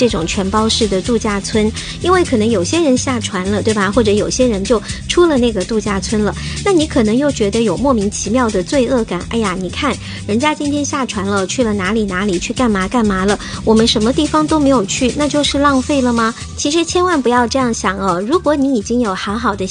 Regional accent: Canada; 像我们加拿大人很喜欢去 Cancun 呢，或者是墨西哥其他的地方

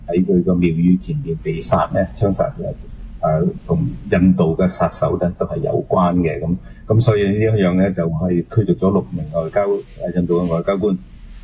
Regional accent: Canada; 既然住咗喺呢個國家，就亦都反映翻俾特朗普睇，我哋加拿大人嗰個意願咧

